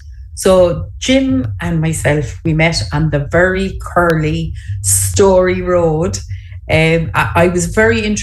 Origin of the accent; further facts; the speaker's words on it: Cork, Munster, Ireland; from Cork City and I'm based in the studio this week